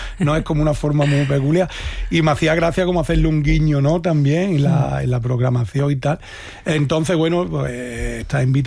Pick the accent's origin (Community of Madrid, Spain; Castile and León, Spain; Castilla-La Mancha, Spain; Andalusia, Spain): Andalusia, Spain; Algodonales; Sí, es mi pueblo. Es donde yo nací. Algodonales. Está la Sierra de Cádiz